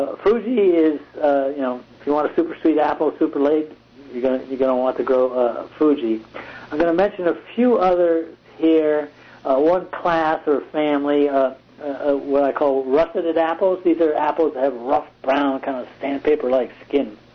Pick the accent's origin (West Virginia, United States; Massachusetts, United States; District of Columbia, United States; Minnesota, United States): Massachusetts, United States; Boston; moved away; growing up in New England